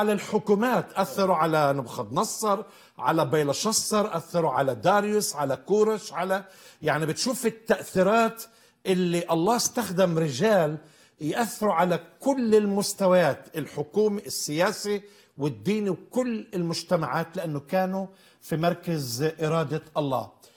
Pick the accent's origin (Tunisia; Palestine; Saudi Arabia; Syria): Palestine